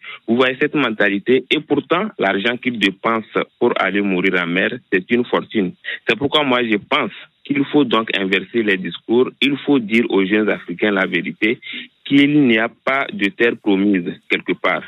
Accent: Togo; now in Ziguinchor, Senegal

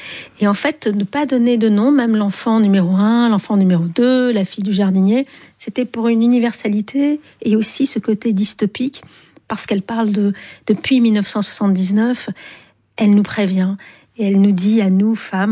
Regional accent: Algiers, Algiers Province, Algeria; moi je sais qu'à chaque fois, on me raccorde à l'Algérie, parce que j'ai grandi à Alger, qui était un pays très viril, masculin.

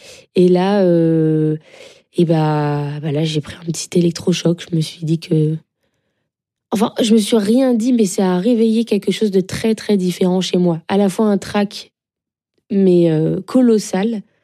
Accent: France; J'ai grandi en France et je suis allée au Brésil tous les ans, depuis toujours.

